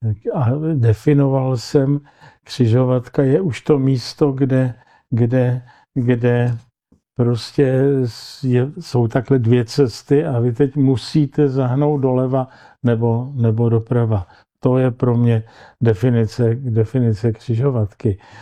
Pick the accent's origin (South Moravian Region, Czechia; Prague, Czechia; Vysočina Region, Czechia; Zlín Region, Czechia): Prague, Czechia; na otázku, odkud jste, já jsem říkal, I am from Europe. Protože jak jsem si myslel, že říkat z nějakých Čech nebo z Prahy, že tam ty lidi vůbec by netušili, co to znamená.